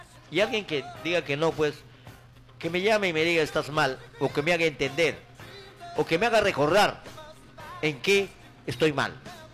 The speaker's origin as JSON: {"language": "Spanish", "country": "Peru"}